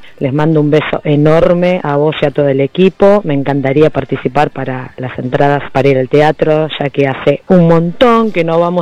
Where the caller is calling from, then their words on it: Berazategui, Buenos Aires Province, Argentina; soy de Berazategui.